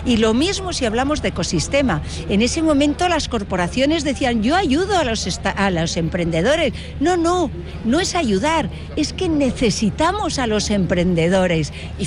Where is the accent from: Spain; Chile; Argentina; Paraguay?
Spain